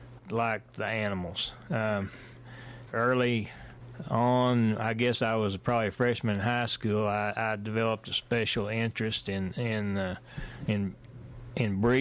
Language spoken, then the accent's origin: English; Spearman, Texas, United States; now in Guthrie, United States; Well, I grew up in Spearman, Texas, right up in the top of the panhandle near where you grew up, actually.